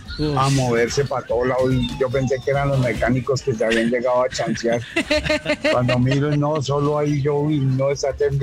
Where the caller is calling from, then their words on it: Bogotá, Colombia; yo vivo en Usme